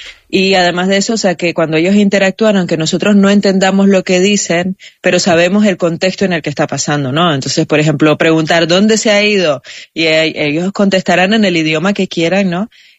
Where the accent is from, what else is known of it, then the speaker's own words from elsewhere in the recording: Nicaragua; now in Spain; O sea, ya yo no solamente soy nicaragüense, sino que ya el hablar euskera, vivir dentro de la cultura euskalduna, etcétera, etcétera.